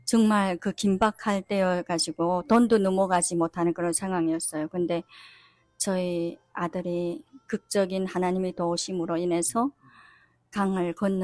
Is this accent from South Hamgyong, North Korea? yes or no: no; Ryanggang, North Korea; moved away as an adult; now in South Korea; 집사입니다. 저는 고향이 백두산을 가까이 하고 있는 양강도입니다. 저는 2010년에 달북을 했습니다.